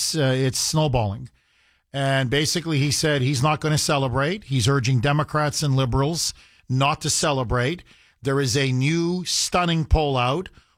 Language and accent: English; United States